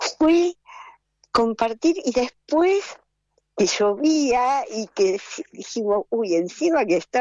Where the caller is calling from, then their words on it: Berisso, Buenos Aires Province, Argentina; yo vivo en Berisso, no sé cuántos años, hace como 12 años que me hice mi casita